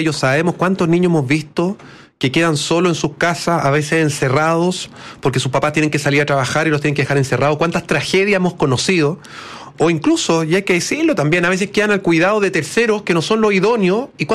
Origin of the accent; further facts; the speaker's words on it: Ovalle, Coquimbo, Chile; Yo soy del norte, soy de Ovalle